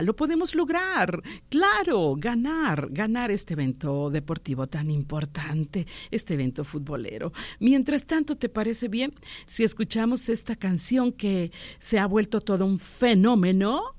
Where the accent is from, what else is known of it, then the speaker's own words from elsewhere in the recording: Mexico; para todos nosotros los mexicanos.